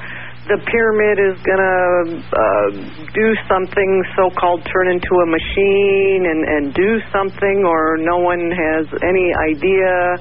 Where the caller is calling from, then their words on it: Palmdale, California, United States; I'm calling from Palmdale, California.